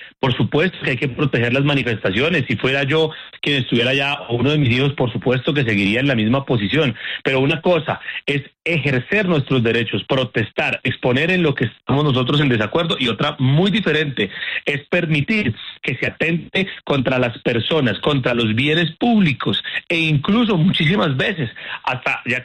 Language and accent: Spanish; Santander, Colombia; yo he acompañado a la protesta pacífica que en mi tierra hemos hecho en las manifestaciones para el mal, contra el mal manejo de los peajes en la vía Bucaramanga-Bogotá, ruta principal